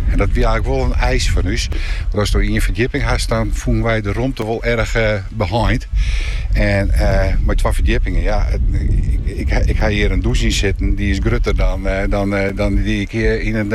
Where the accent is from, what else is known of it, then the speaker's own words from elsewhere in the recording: Leeuwarden, Friesland, Netherlands; En ik kwam uit Duzenboy, ik kwam uit Ljout.